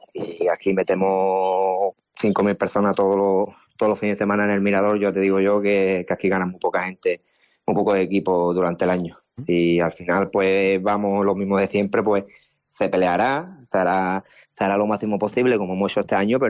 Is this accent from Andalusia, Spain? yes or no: yes; Algeciras, Andalusia, Spain; la mezcla de veteranos que somos de aquí de Algeciras